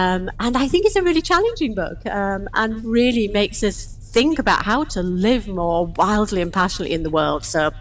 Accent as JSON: {"language": "English", "region": "Yorkshire and the Humber", "country": "United Kingdom", "said": "I'm from Yorkshire, so, you know, it appeals to that Yorkshire spirit."}